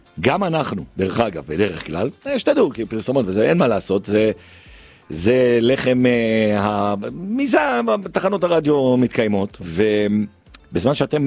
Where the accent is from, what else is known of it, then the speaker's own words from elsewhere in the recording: Beit Shemesh, Jerusalem District, Israel; כפרה, אני מדבר איתה, אני מבית שמש!